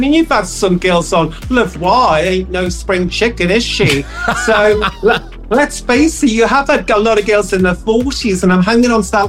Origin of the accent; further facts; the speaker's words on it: England, United Kingdom; We're all English. I'm 49 and I'm 50 in April and proud.